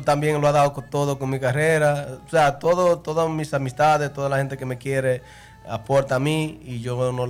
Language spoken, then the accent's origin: Spanish; Puerto Plata, Dominican Republic; la gente de Nava, de Mamela, Isabela, La Boca, La Llaná, son gente mía. Son gente mía, JJ. Yo soy de Marmolejos.